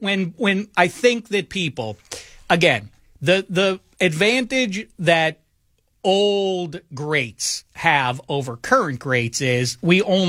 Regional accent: Pittsburgh, Pennsylvania, United States; I do think that being a Dodgers fan, I grew up in Pittsburgh.

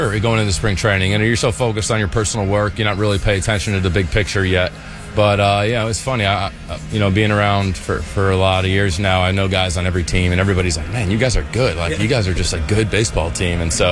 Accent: New York, United States; Growing up in New York, getting to pitch in the World Series my first season

